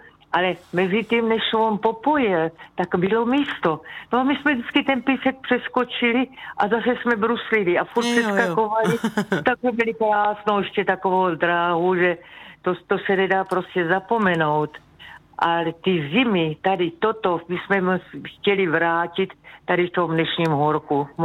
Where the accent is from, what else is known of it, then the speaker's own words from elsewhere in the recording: Brno, South Moravian Region, Czechia; moje rodiště bylo Brno, Černá Pole, no a to jsme byli na kopečku, tak samozřejmě krásné zahrady a nejkrásnější třešně